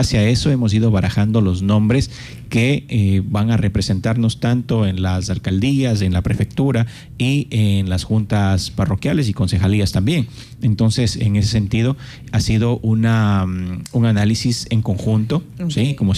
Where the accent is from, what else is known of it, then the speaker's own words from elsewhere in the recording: Santo Domingo, Dominican Republic; por venir a Santo Domingo, por venir a mi tierra, por trabajar por mi Santo Domingo